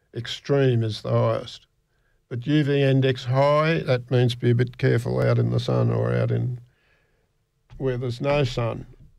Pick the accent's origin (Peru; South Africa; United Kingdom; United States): United Kingdom; Scotland; I do that anyway because I'm Scottish and I don't like having to spend money.